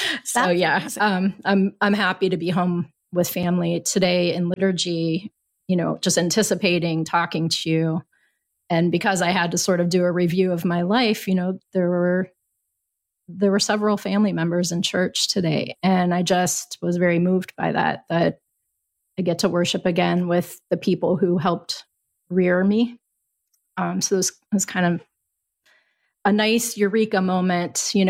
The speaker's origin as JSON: {"language": "English", "town": "Campbell", "region": "Ohio", "country": "United States", "tie": "born or raised there", "moved": "yes"}